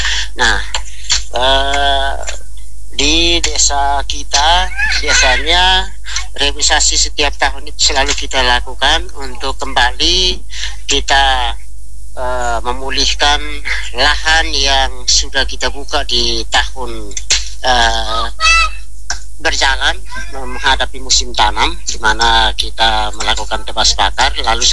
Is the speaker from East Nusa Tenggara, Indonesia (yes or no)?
yes; East Nusa Tenggara, Indonesia; kita sebagai orang Timor